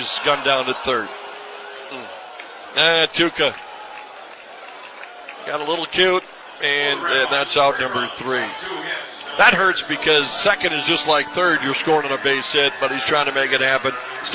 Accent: Williston, North Dakota, United States; born or raised there

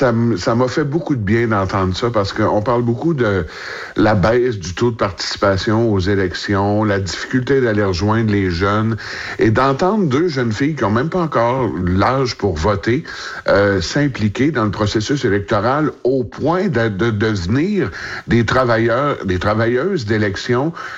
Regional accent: Quebec, Canada; chez nous au Québec

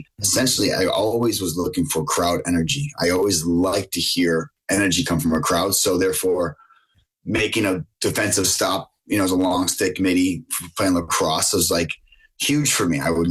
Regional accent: Buffalo, New York, United States; born or raised there

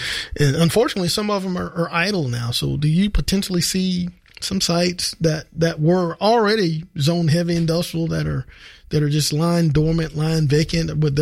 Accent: Augusta, Georgia, United States; I grew up in East Augusta. I recall where I grew up, all you would see were chemical smokestacks.

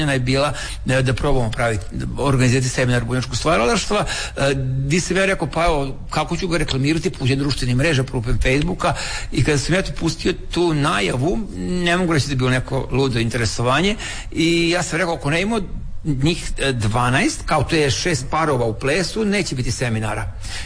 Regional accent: Tavankut, Vojvodina, Serbia; ja sam iz Vojvodine, selo Tavanko kod Subotice

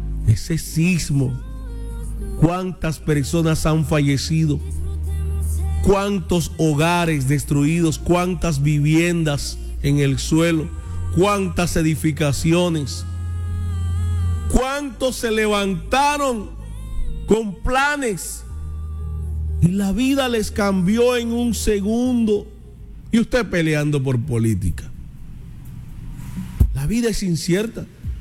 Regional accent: Colombia; Somos colombianos todos. Todos somos colombianos.

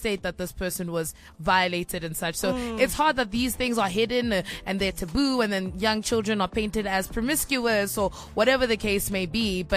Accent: Soweto, Gauteng, South Africa; I grew up in Soweto in a community where my best friend at 14 fell pregnant

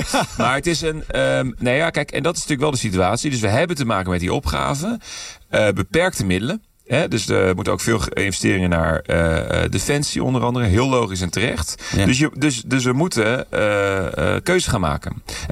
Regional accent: Rotterdam, South Holland, Netherlands; Als Rotterdammer zeg ik

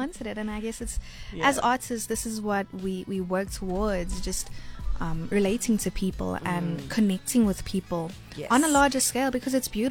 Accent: Kimberley, Northern Cape, South Africa; born there; I went to Kimberley Girls

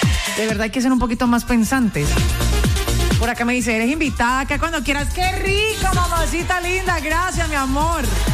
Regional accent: Cali, Valle del Cauca, Colombia; Yo soy caleña, mucho honor, amo mi ciudad

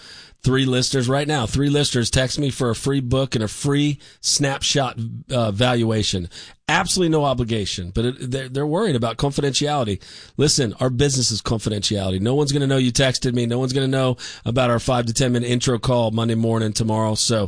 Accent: Dallas, Texas, United States; I'm originally from Lake Highlands.

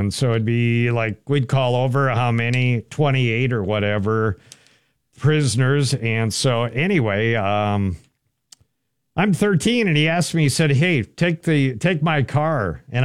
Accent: Wilmer, United States; So I grew up in Wilmer.

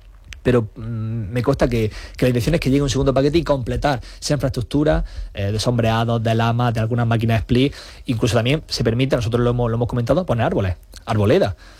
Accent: Andalusia, Spain; Aquí los que somos de Poniente voy a utilizar esa expresión

